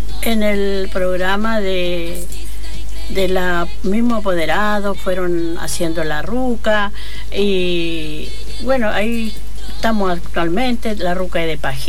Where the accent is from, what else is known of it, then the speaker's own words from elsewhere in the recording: Lumaco, Araucanía, Chile; born there; now in Chillán Viejo, Chile; Estuve en la comuna de Lumaco. Nací. Bueno, ahora estoy aquí en Bulnes.